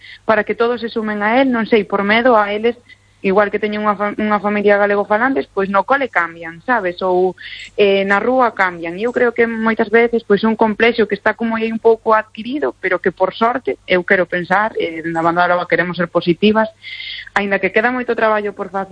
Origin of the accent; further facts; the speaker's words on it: Galicia, Spain; que nos define como galegos realmente.